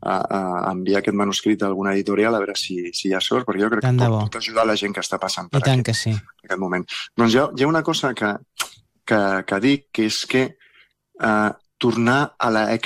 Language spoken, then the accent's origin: Catalan; Soria, Castile and León, Spain; menjar-me un torrent no de Sòria, que la meva mare és la que millor es fa, perquè som de Sòria.